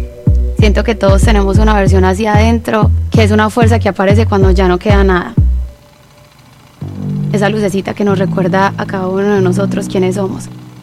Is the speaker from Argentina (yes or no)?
no; Colombia; me alegra que haya sido este disco el que me llevara a escenarios tan increíbles este año, donde pude pararme no solo a representar mi bandera colombiana, sino a toda mi comunidad.